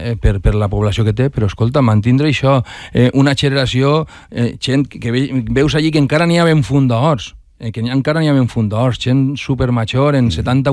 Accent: Valencia, Valencian Community, Spain; Jo anava a escola a Llíria, o sea, jo no sóc de Llíria, jo sóc d'ací del Cabanyal.

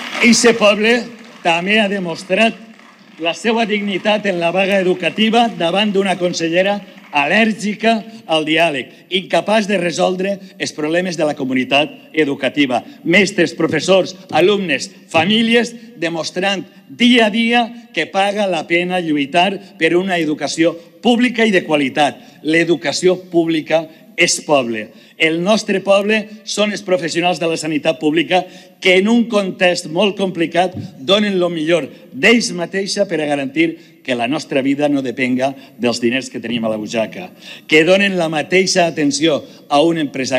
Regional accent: Valencian Community, Spain

